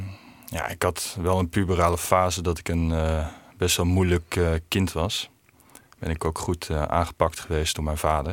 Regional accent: Belgium; En, ja, ik ben in België opgegroeid. Ik heb Frans geleerd daar en ik spreek best wel goed Frans.

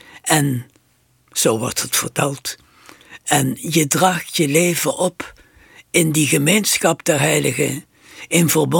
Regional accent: Netherlands; wij zijn Nederlanders

